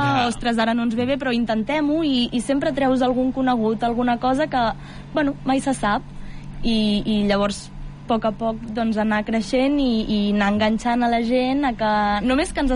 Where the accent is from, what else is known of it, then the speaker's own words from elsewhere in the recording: Bellvei, Catalonia, Spain; jo sóc filla de Vallvei